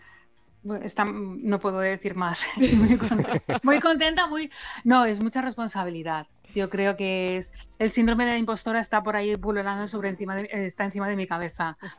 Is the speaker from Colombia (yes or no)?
no; Andratx, Balearic Islands, Spain; Sí, mi pueblo. Es que además me encanta mi pueblo y volverá a salir Andratx también.